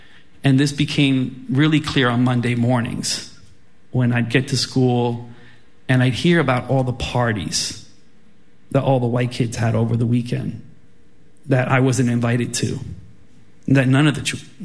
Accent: Plainfield, New Jersey, United States; Growing up in Plainfield wasn't easy from the very beginning, but it got a lot tougher when I was 9.

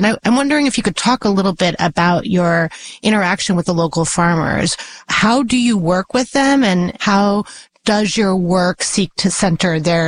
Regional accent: Southwest, United States; I grew up in the Southwest

